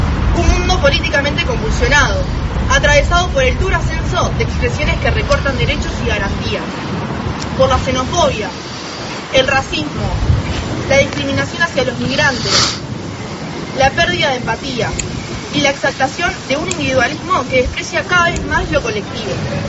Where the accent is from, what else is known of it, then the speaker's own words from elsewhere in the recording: Uruguay; somos armenios, que somos uruguayos